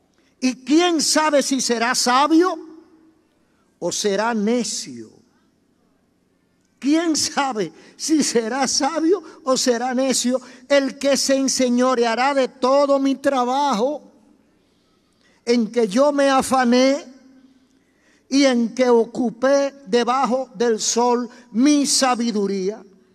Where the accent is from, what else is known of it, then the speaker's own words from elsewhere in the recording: Dominican Republic; Nosotros no nos damos cuenta que nos parecemos, todos los dominicanos nos parecemos.